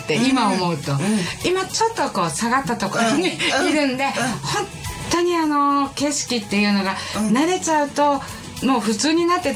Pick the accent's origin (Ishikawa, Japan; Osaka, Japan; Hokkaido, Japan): Hokkaido, Japan; Muroran; moved away; 自分がやっぱり生まれ育った湖前水